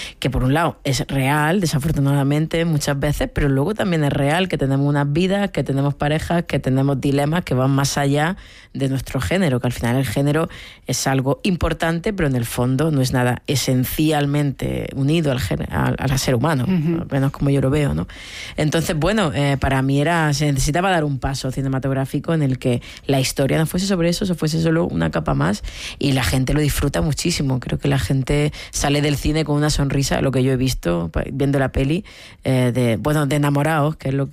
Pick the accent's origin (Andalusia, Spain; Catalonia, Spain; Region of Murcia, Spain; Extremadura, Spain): Andalusia, Spain; Níjar; born or raised there